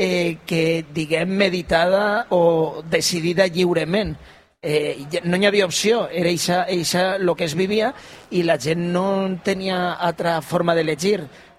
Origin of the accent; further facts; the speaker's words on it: Figueroles, Valencian Community, Spain; jo sóc fill natural de Figueroles, encara que mon pare és d'ací de Llucena, però jo sóc fill de Figueroles